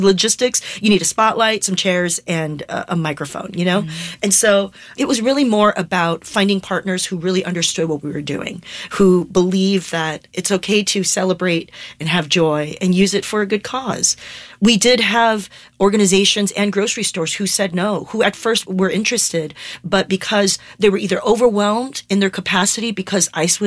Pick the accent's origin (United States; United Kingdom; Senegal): United States; California; also born or lived in Taiwan; I'm from Southern California, and this is where I grew up. I love being a Los Angelino, an American, and an immigrant from Taiwan.